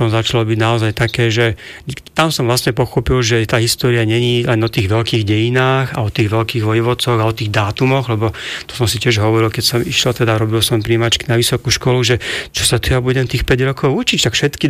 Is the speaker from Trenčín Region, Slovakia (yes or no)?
no; Trnava, Trnava Region, Slovakia; takže áno, som vlastne Trnavčan, žijem v Trnave a pendlujem medzi Pezinkom a Trnavou vlastne 24 rokov.